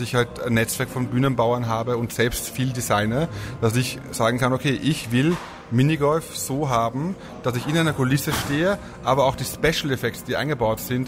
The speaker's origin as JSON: {"language": "German", "region": "Vorarlberg", "country": "Austria", "tie": "born there", "said": "ich bin mit meiner Oma gespielt, da bin ich klein war in Vorarlberg"}